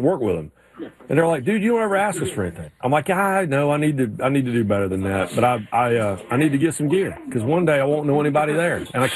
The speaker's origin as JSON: {"language": "English", "town": "Raleigh", "region": "North Carolina", "country": "United States", "tie": "born or raised there", "said": "I grew up in Raleigh. I grew up a big North Carolina State fan."}